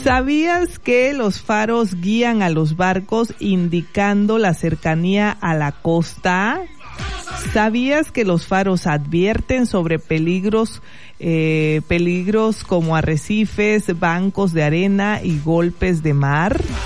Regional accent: Tonalá, Chiapas, Mexico; los que somos de aquí de Tonalá

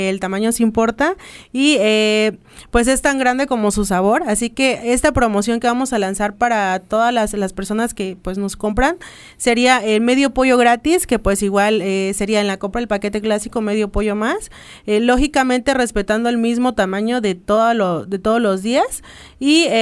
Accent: Mexico

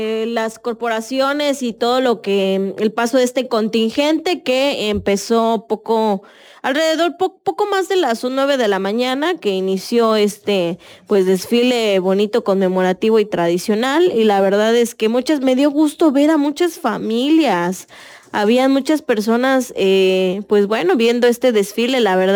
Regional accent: Mexico

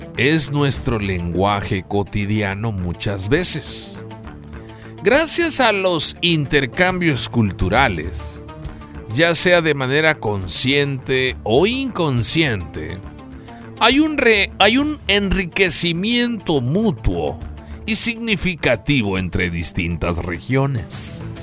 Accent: Mexico; Nosotros como mexicanos utilizamos muchas palabras.

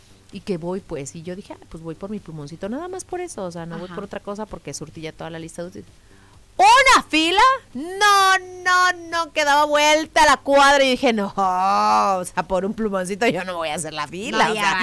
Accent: Mexico

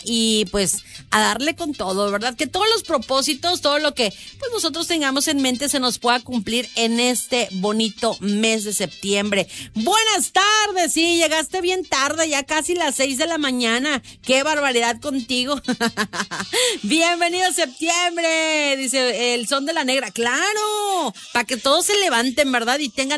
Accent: Mexico; queremos que todo mundo nos vea que somos mexicanos, orgullo mexicano.

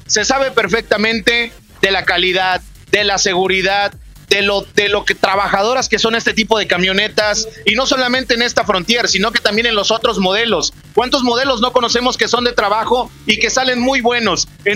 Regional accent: Matamoros, Mexico; Matamoros, allá mi pueblo.

